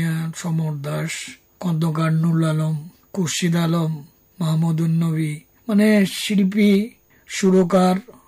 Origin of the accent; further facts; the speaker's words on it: Sunamganj, Sylhet Division, Bangladesh; moved away as an adult; now in Dhaka, Bangladesh; আমার জন্মস্থান আসলে সুনামগঞ্জে।